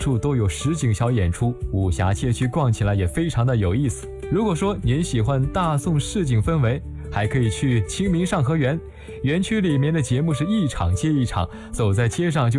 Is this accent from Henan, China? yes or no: yes; Henan, China; 作为一名土生土长的河南人，很高兴能够借着国庆假期的机会，给大家安利一下我的家乡大美河南